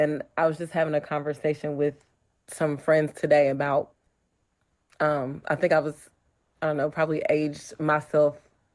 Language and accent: English; Mississippi, United States; And you know, I come from a I grew up in Mississippi, and you know, you didn't have a choice.